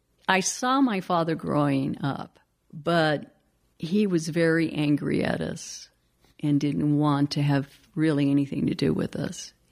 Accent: Windsor, Colorado, United States; growing up in Windsor was interesting because the first immigrants into that area were the Russians and Germans.

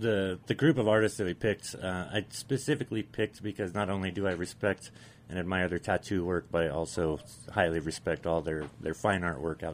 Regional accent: Carbondale, Colorado, United States; to bring to Carbondale, to my hometown.

